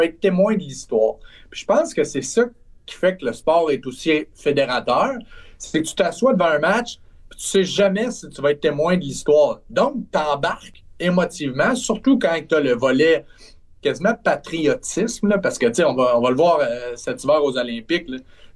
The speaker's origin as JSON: {"language": "French", "town": "Trois-Rivières", "region": "Quebec", "country": "Canada", "said": "Le plus absurde là-dedans, c'est que je viens de Trois-Rivières."}